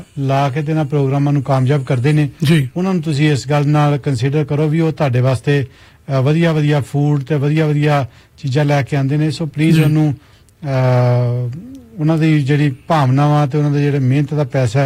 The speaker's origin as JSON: {"language": "Punjabi", "town": "Amritsar", "region": "Punjab", "country": "India", "tie": "born or raised there", "said": "ਜਿੱਦਾਂ ਤੁਸੀਂ ਵੀ ਅੰਮ੍ਰਿਤਸਰ ਸ਼ਹਿਰ ਚ ਮੈਂ ਵੀ ਸ਼ਹਿਰ ਚ ਜੰਮਿਆ ਪਲਿਆ"}